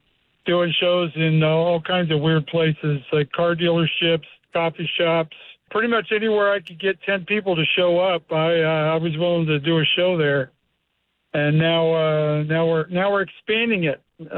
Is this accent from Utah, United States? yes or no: yes; Utah, United States; Currently, from Connecticut, but I grew up in Utah. So that usually gets the party going when I tell people that.